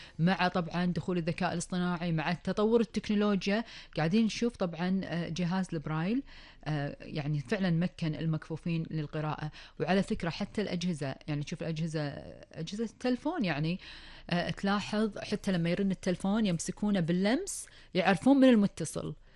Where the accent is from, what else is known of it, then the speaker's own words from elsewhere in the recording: Kuwait; ديرتنا الحبيبة الكويت